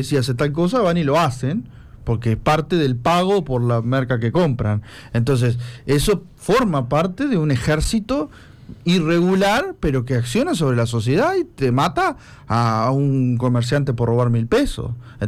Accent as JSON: {"language": "Spanish", "region": "Colonia", "country": "Uruguay", "said": "soy de Colonia."}